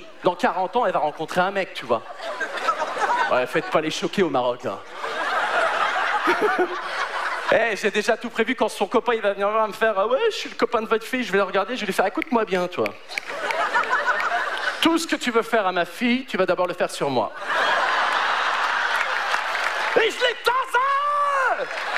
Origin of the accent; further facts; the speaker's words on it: Paris, Île-de-France, France; Je leur ai dit bonjour, je suis de Paris, comment ça se passe?